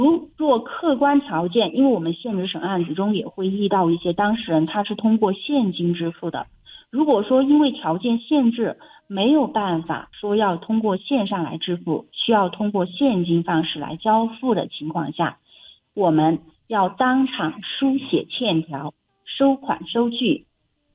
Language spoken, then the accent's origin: Chinese; China; 特别是我们中国人